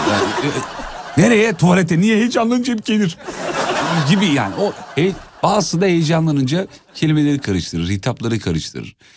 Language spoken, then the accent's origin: Turkish; Kocaeli, Turkey; Ben memleketim Kocaeli diyorum ya.